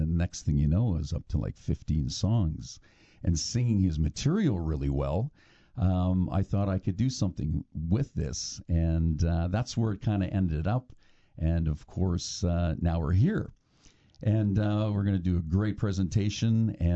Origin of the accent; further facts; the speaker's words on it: Portage la Prairie, Manitoba, Canada; born there; moved away; also born or lived in Alberta; when I used to live in Portage la Prairie, because I'm actually from Portage la Prairie